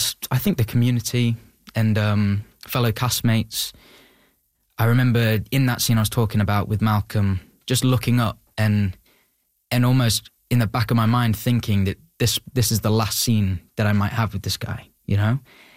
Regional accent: Beverly, Yorkshire and the Humber, United Kingdom; My hometown. Beverly, we're kind of in between Beverly, Pocklington, York, in Yorkshire.

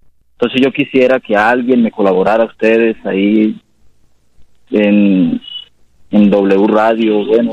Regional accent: Norte de Santander, Colombia; now in La Paz, Colombia; yo salí del norte del Santander, desplazado por cuestiones de violencia, entre grupos armados, pues tuve que dejar todo botado, tirado, y en este momento estoy aquí en el Cesar, especialmente aquí en el municipio de La Paz.

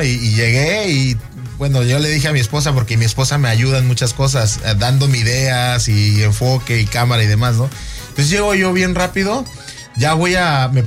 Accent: Boca del Río, Veracruz, Mexico; born there; moved away as an adult; also born or lived in Riviera Maya / Oaxaca / Saltillo, Coahuila; yo nací en Boca del Río?

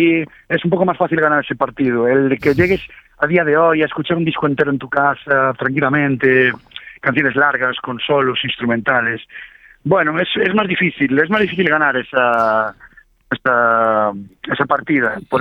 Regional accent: Ourense, Galicia, Spain; moved away as an adult; now in Santiago de Compostela, Spain; somos de Ourense toda la vida, pero yo llevo años viviendo en Santiago de Compostela

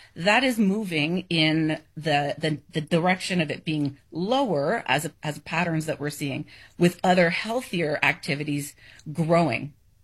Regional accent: Canada; I'm from Canada

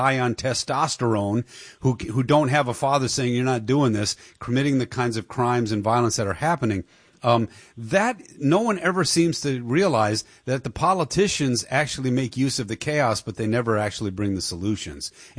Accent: Detroit, Michigan, United States; Yeah, I mean, my hometown's Detroit.

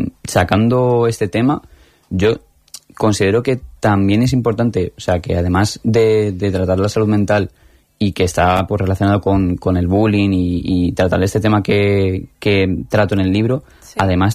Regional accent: Córdoba, Andalusia, Spain; born there; moved away

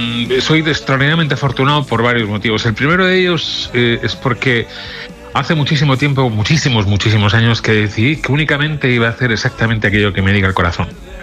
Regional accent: Alicante, Valencian Community, Spain; moved away as an adult; also born or lived in Madrid; desde que nací, bueno, aunque nací es en Madrid, pero luego me fui muy, muy criado, con 6, 7 años me fui a vivir a Alicante. Y desde esa edad, más o menos, hasta los, un poco antes inclusive, hasta los 18, que ya me voy a ir a Valencia ahí.

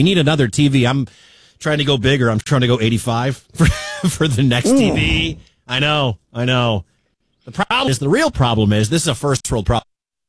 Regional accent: Detroit, Michigan, United States; I'm from Detroit. I grew up a Michigan fan. I root for the Maize and Blue.

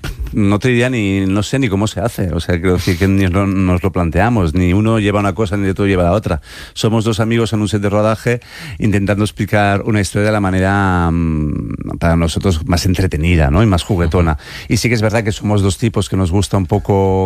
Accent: Valencian Community, Spain; a más yo que soy valenciano, imagínate, el esperpento para mí es como el pan nuestro de cada día.

